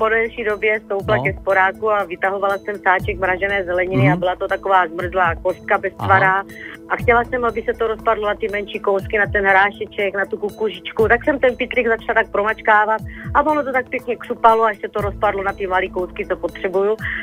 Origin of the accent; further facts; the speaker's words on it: Brno, South Moravian Region, Czechia; Dobré odpoledne, jsem z Brna, ale teď volám z Rajhradu.